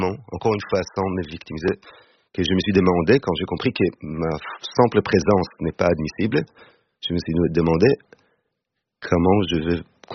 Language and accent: French; Israel; moved away as an adult; now in France; Moi, évidemment, je suis israélien et j'ai quitté Israël suite aux raisons politiques.